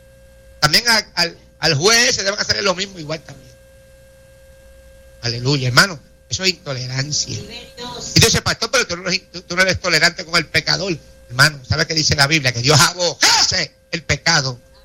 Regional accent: Corozal, Puerto Rico; moved away; allá en Puerto Rico, en mi pueblo, Corozal, Puerto Rico

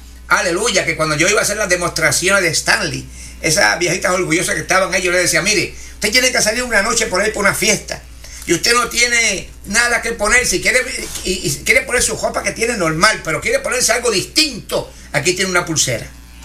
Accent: Corozal, Puerto Rico; allá en Corozal, en mi pueblo.

